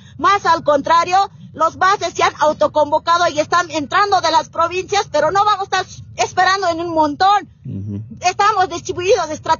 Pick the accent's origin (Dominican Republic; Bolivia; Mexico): Bolivia; nosotros somos dueños, propietarios de Estado Plurinacional de Bolivia.